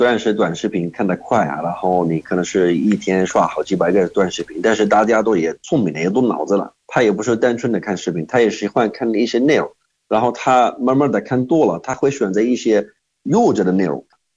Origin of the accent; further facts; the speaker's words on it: Jordan; 我是来自约旦的